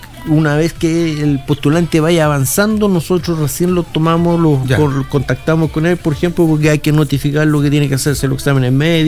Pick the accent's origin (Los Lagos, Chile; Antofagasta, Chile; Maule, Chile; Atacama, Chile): Antofagasta, Chile